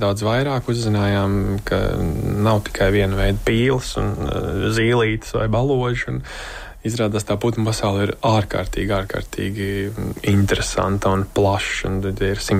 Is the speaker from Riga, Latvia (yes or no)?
yes; Riga, Latvia; Es esmu dzimis un audzis Rīgā